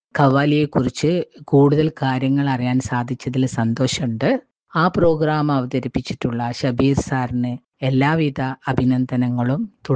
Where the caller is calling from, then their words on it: Puthiyangadi, Kerala, India; പുതിയങ്ങാടിയിൽ നിന്നാണ്.